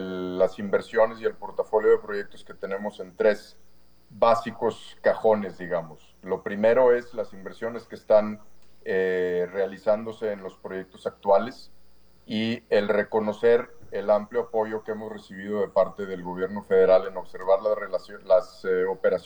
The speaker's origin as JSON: {"language": "Spanish", "country": "Mexico", "said": "los primeros beneficiados de la posibilidad de abrir, de volver a abrir el sector minero, somos los mexicanos."}